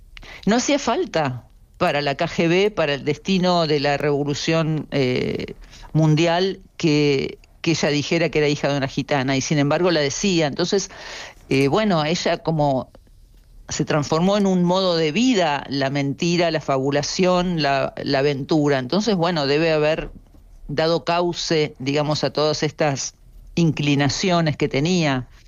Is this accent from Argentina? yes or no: yes; Argentina; bueno, yo soy argentina, pero digamos ese grupo de uruguayos